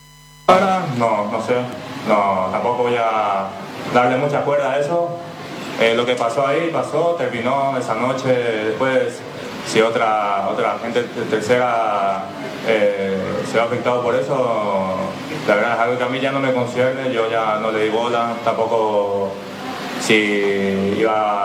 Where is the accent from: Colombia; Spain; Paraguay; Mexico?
Paraguay; yo como buen paraguayo que soy siempre, me gusta saludar, felicitar a la gente